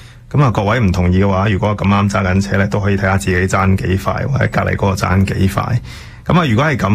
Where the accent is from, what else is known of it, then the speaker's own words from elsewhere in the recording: Canada; 我哋加拿大人揸車比較快啲啦